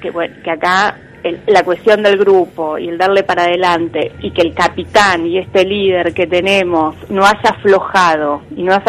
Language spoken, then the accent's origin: Spanish; Argentina; nos sigue identificando como argentinos